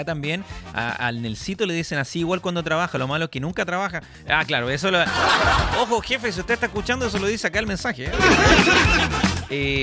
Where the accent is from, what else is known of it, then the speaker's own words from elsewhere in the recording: Chile; nosotros los chilenos tenemos una comunidad bastante particular